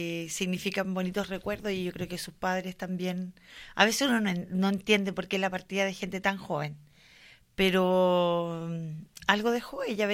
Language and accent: Spanish; Rosario, Santa Fe, Argentina; lo lamento infinitamente, yo también soy una rosarina.